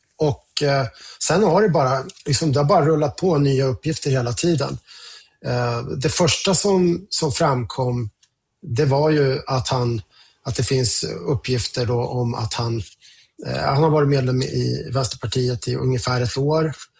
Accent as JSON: {"language": "Swedish", "town": "Östersund", "region": "Jämtland County", "country": "Sweden", "lives_now": "Stockholm, Sweden", "said": "Jag i vanliga fall jobbar från Stockholm. Men nu är jag hemma i Östersund där jag kommer från ett par dagar."}